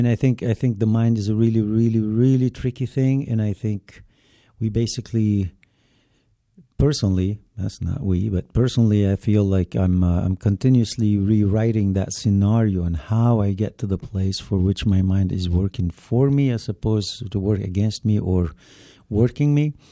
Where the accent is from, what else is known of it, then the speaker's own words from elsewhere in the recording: Lebanon; I grew up and was born and raised in Lebanon, so I lived through the war and was a child soldier